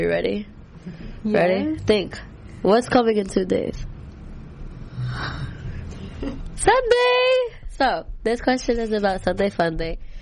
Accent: New York, United States; Growing up in New York

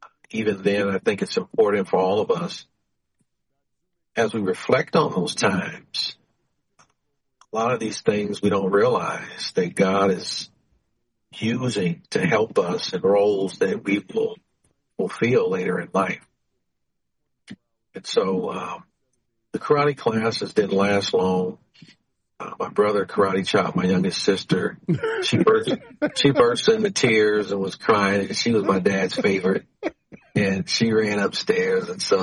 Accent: Louisville, Kentucky, United States; born there; also born or lived in Muncie, Indiana; And, you know, I was born in Louisville, Kentucky.

